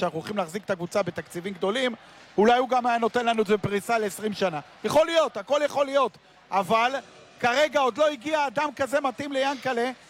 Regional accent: Haifa, Haifa District, Israel; גדלתי בסוג של היציע הזה, ביציע ג' המיתולוגי בקריית אליעזר. אני גאה בכך, ואני נולדתי כך ואני אמות כך

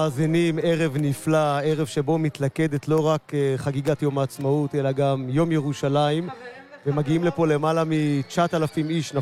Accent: Eilat, Southern District, Israel; אני גדלתי בכל הים האדום באילת

